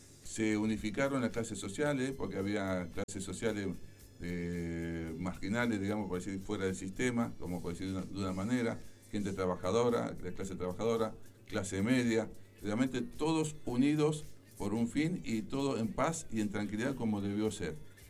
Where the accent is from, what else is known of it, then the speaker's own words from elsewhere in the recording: Argentina; vivimos como argentinos una situación muy sensible